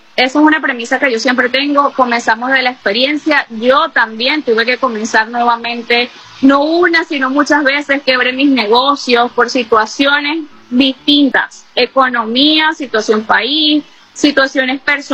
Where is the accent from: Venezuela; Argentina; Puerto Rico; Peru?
Venezuela; así somos las venezolanas